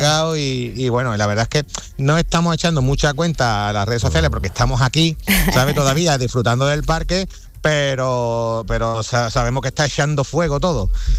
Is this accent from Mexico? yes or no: no; Conil de la Frontera, Andalusia, Spain; nuestra bandera de nuestra tierra, de Conil, de Cádiz, de nuestra cultura.